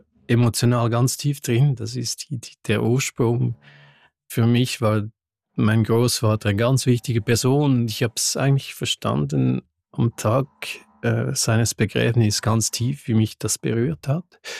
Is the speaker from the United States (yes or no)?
no; Lausanne, Vaud, Switzerland; first language French; German is a second language